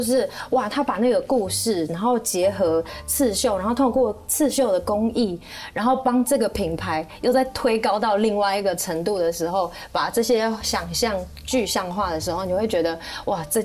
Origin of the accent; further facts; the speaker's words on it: Tainan, Taiwan; 因为我是台南人